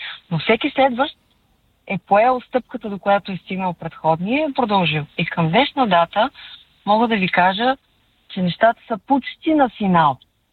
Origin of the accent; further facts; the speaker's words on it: Sofia, Sofia City, Bulgaria; от София съм пак.